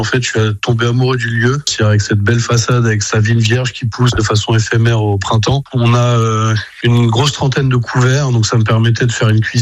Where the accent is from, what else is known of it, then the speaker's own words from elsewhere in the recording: Nouvelle-Aquitaine, France; J'ai grandi au Pays Basque, d'où le nom.